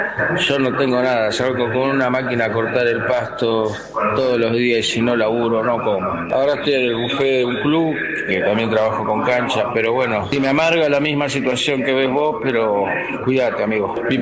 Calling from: Burzaco, Buenos Aires Province, Argentina; de Bursaco.

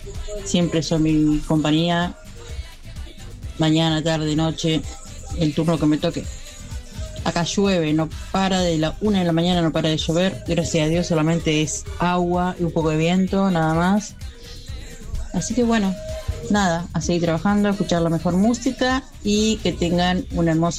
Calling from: San José, Entre Ríos, Argentina; de San José, Entre Ríos.

